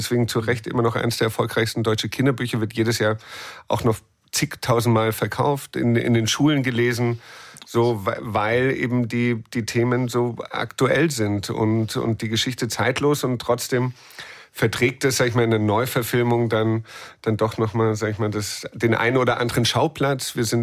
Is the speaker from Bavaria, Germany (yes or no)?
yes; Munich, Bavaria, Germany; Also auch wenn ich als Münchner dann diesen Stoff mache in Berlin.